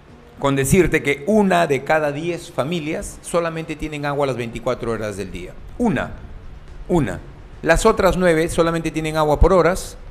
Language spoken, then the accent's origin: Spanish; Piura, Peru; Aquí yo soy un piurano neto, un piurano de pura cepa. Nací y crecí aquí en Piura. No, entonces conozco mi realidad, Jimmy. Vengo de un asentamiento humano Pachitea